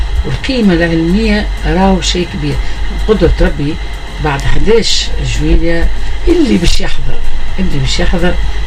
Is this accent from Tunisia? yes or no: yes; Mahdia, Mahdia Governorate, Tunisia; moved away; هي اني تولدت غادي في برج الراس مسقط راسي اني ولدت في برج الراس في قلب برج الراس